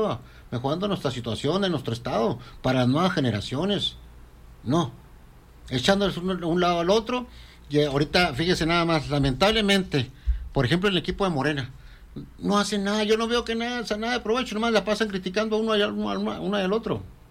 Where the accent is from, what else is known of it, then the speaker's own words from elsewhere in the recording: Chihuahua, Mexico; si todos somos de Chihuahua.